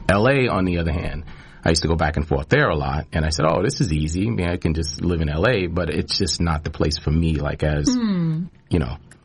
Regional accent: Boston, Massachusetts, United States; I grew up in Boston, in Dorchester.

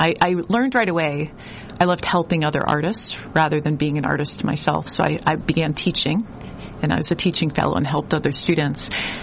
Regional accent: Boston, Massachusetts, United States; Imagine being a little kid growing up in Boston. I grew up in Dorchester.

